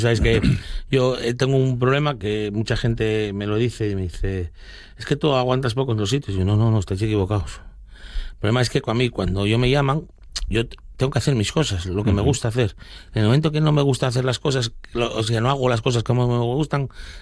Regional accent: Asturias, Spain; Soy asturiano, tengo que venderme.

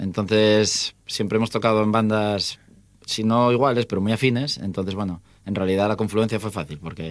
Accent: Cangas del Narcea, Asturias, Spain; somos un cuarteto asturiano, cada uno es de un lado, porque yo soy de Cangas de Narcea.

